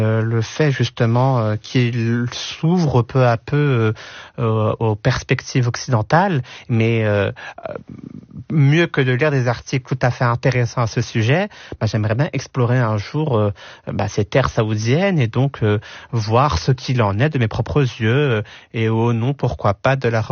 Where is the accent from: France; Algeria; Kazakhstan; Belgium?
Algeria; Et le second pays, qui est mon pays d'origine, l'Algérie.